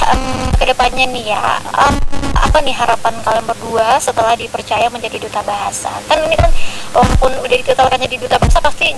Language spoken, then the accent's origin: Indonesian; Riau Islands, Indonesia; Tapi kalau menurut kita nih, sebagai orang Kepulauan Riau, sebagai orang Melayu